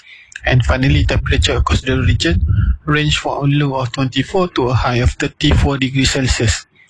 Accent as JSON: {"language": "English", "country": "Malaysia", "said": "Hello and good afternoon to Red FM listeners. … from Malaysia."}